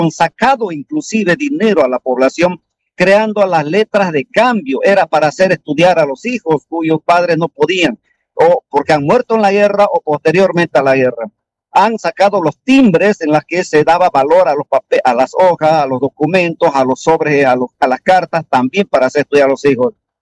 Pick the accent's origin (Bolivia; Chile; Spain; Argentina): Bolivia